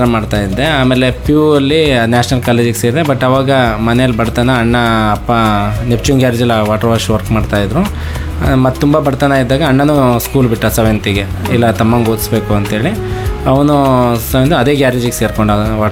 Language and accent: Kannada; Beeranakere, Karnataka, India; born there; also born or lived in Harihara / Shivamogga; ನಾನು ಬೀರಂಕೆರೆ ಊರು ನಾನು ಹುಟ್ಟಿದ್ದು ಬೀರಂಕೆರೆಯಲ್ಲಿ